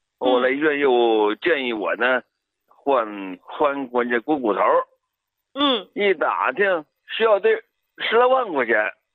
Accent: Beijing, China; 我是北京的啊，

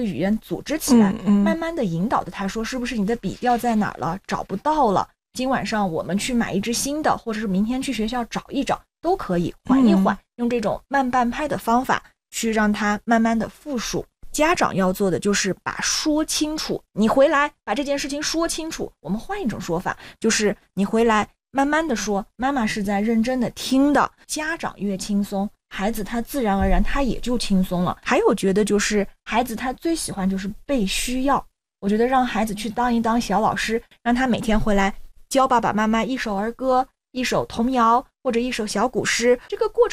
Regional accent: Yunnan, China; 尤其对于我们云南人来说

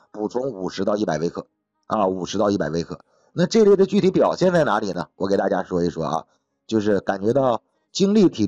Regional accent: China; 根据我们中国老百姓的体质，给我们中国人列出来了一个补硒的指标参考标准

